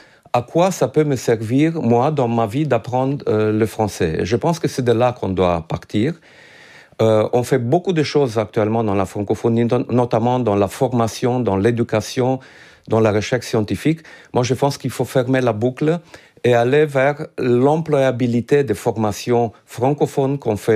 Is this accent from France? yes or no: no; Romania; Moi, je viens d'un pays d'Europe de l'Est, donc qui a construit aussi une partie de sa culture sur le français.